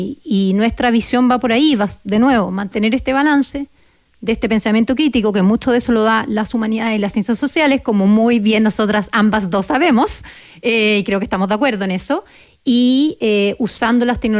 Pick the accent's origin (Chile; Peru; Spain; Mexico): Chile